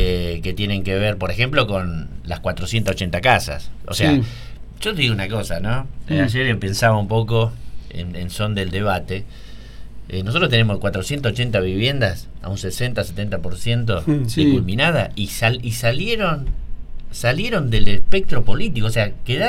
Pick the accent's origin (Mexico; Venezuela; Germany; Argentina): Argentina; Te lo digo como joven argentino, te lo digo por mi hijo.